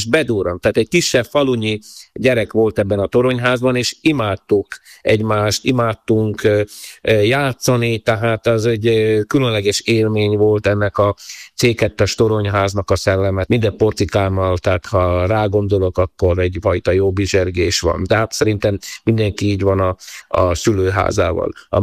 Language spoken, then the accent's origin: Hungarian; Dunajská Streda, Trnava Region, Slovakia; ahogy az benni szokott a 60-as évek végén, amikor én is születtem, ez a lakótelep bedurrant, és ugye így indult az életem itt a Szeveredjen. Dunaszerdahely pedig ugye annyit kell tudni, hogy Csallóköz szívében